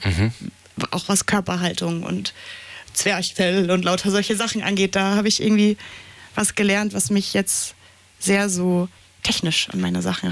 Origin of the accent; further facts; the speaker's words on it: Berlin, Germany; ich komme aus Berlin und ich komme genau aus der Ecke, wo so